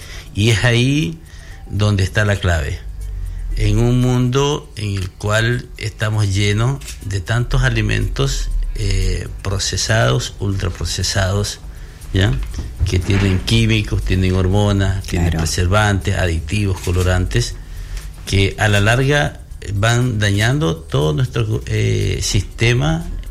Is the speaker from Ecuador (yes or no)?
yes; Ecuador; now in Chile